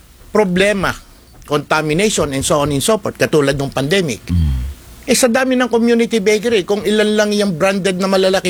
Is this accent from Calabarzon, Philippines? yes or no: yes; Cuenca, Calabarzon, Philippines; The bakeries of Cuenca, so many years back is 1,250 bakers nang galing sa munting bayan namin.